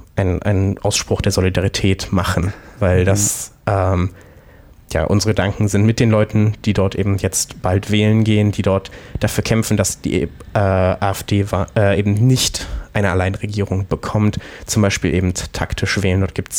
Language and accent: German; Saxony-Anhalt, Germany; Ja, und also ich komme aus Sachsen-Anhalt. Meine zumindest halbe Familie, also sowohl meine Eltern als auch die Hälfte meiner Großeltern leben noch dort.